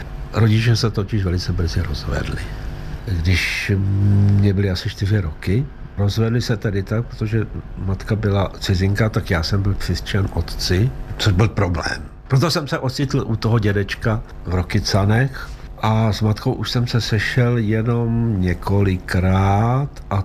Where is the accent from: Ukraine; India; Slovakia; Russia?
Ukraine; ne, já jsem z Ukrajiny, tam bolševici nebyli, já jsem se za to styděl, no.